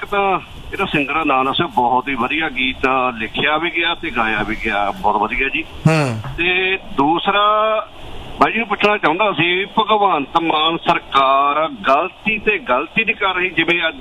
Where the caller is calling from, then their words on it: Punjab, India; ਮੈਂ ਮਾਨਸਾ ਦੇ ਨੇੜ ਨੂੰ ਬਿਲੋਂਗ ਕਰਦਾ।